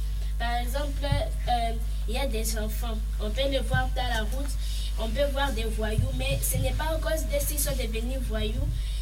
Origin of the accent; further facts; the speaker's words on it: Goma, North Kivu, DR Congo; also born or lived in Bukavu; parce que je viens normalement de Goma. J'ai quitté Goma à cause de la guerre. La guerre m'a fait voyager la nuit et je suis arrivée à Bukavu.